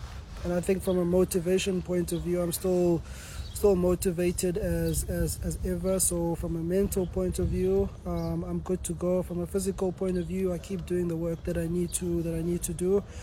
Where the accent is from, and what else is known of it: South Africa